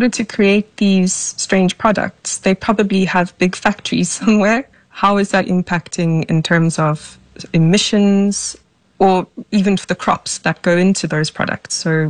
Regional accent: Port Elizabeth, Eastern Cape, South Africa; now in London, United Kingdom

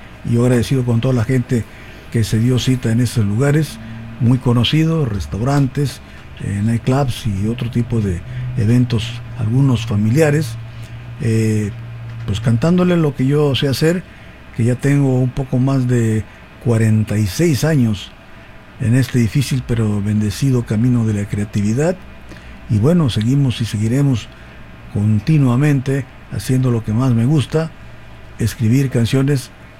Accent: Río Grande, Oaxaca, Mexico; Tendría yo unos 14 años cuando mucho. Fue allá en mi pueblo Río Grande, específicamente donde yo cursaba la primaria

